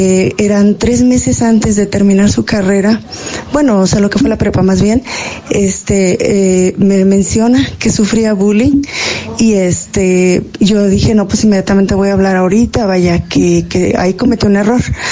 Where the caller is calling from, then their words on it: San Luis Potosí, Mexico; de San Luis Potosí